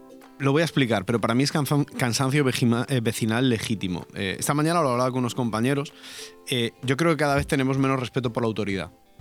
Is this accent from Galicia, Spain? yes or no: yes; Galicia, Spain; moved away; yo como gallego